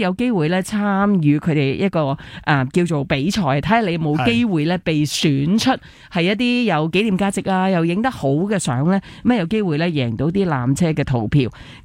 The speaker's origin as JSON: {"language": "Cantonese", "country": "Hong Kong"}